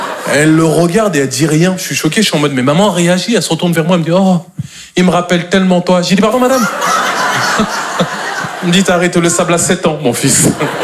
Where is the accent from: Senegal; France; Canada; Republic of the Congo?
France; Normandy